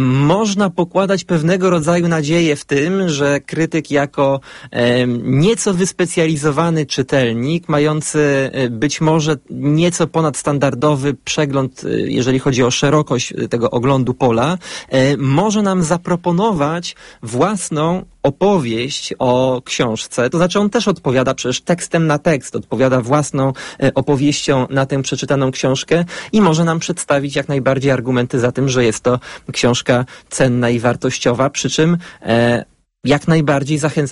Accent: Radom, Masovian Voivodeship, Poland; pochodzę z Radomia

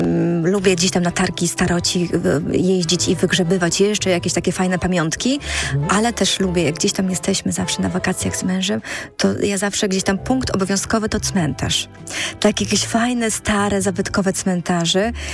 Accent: Podlaskie Voivodeship, Poland; now in Łomża, Poland; ja pochodzę z bardzo małego miasteczka tak naprawdę pod Łomżą i mi zawsze jakoś było bliżej do tych małych miasteczek niż do tych większych miast

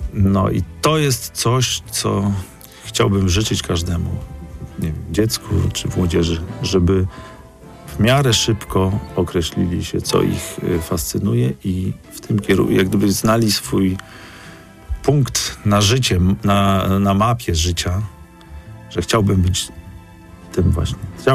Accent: Warmian-Masurian Voivodeship, Poland; pochodzę z Mazur, pochodzę z Warmii i Mazur, nie? Z małego miasta.

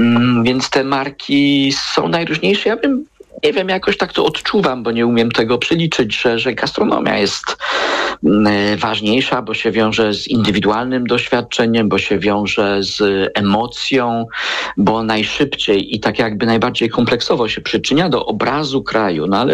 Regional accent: Toruń, Kuyavian-Pomeranian Voivodeship, Poland; ja jestem z Torunia

